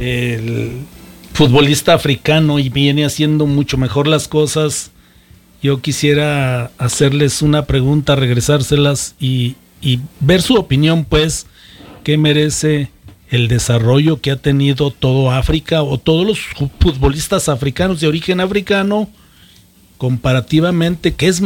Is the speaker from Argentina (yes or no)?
no; Mexico